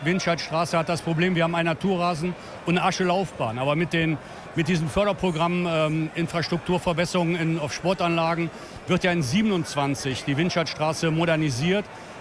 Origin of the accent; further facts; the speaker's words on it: Düsseldorf, North Rhine-Westphalia, Germany; Wir sind beide Düsseldorfer, Antenne Düsseldorf. Für einen Düsseldorfer gibt es nichts Größeres